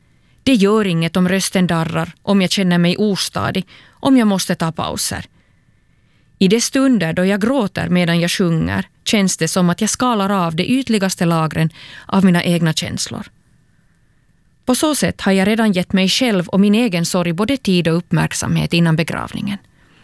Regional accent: Turku, Southwest Finland, Finland; från Åbo och talar under den här andakten

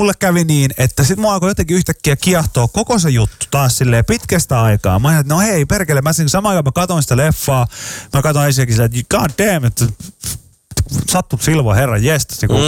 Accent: Pori, Satakunta, Finland; moved away; mä oon Porista

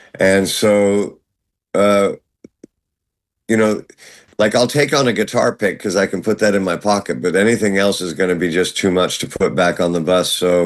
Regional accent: London, United Kingdom; born there; Yes, I was born in London at St. Mary's Hospital

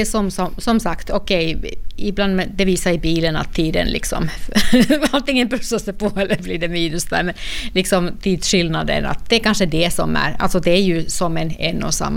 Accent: Finland; Swedish is a second language; moved away as an adult; now in Sweden; Så att han är också från Finland, men eller var 2 när de flyttade till Sverige då med sina föräldrar på 60- eller 70-talet då. Så att Sverige-finne kallar man väl då att man är.

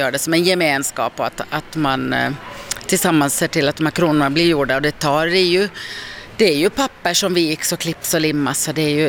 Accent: Åland, Finland; och ändå lite så här säregna som vi ålänningar kanske är.

